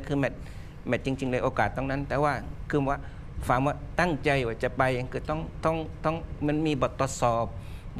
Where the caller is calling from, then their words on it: Hat Yai, Songkhla, Thailand; เราเป็นคนใต้คนหาดใหญ่